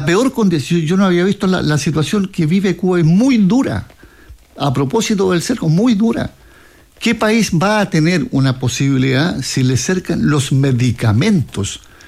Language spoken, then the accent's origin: Spanish; Chile; Yo soy chileno por lo demás, ¿no?